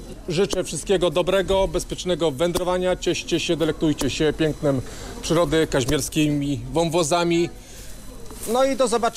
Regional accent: Skowieszyn, Lublin Voivodeship, Poland; prezes Stowarzyszenia Aktywnie w Krainie Lesowych Wąwozów. Pochodzę z niewielkiej miejscowości Skowieszyn w gminie Końskowola.

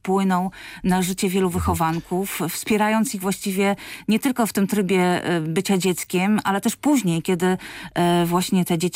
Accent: Bartoszyce, Warmian-Masurian Voivodeship, Poland; Bartoszyce to moja rodzinna miejscowość.

